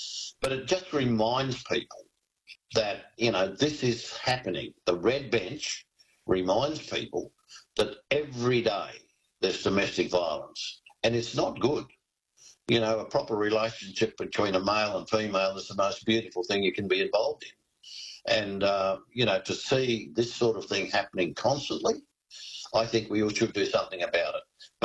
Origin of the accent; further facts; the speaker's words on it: Millmerran, Queensland, Australia; my hometown of Millmerran.